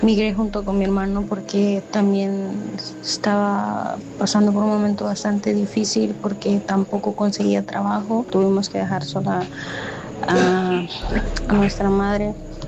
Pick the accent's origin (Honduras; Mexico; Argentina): Honduras; moved away